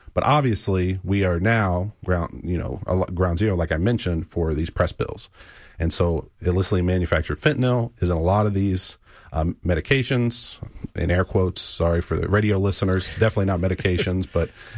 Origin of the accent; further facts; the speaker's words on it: West Virginia, United States; moved away; so I grew up in West Virginia. I'm from West Virginia.